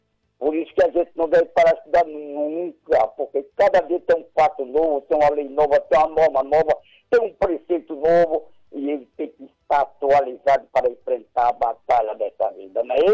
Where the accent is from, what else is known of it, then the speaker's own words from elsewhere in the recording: Santa Rita, Paraíba, Brazil; also born or lived in João Pessoa; Eu sou natural de João Pessoa, mas cresci aqui em Várzea Nova desde 40 anos atrás.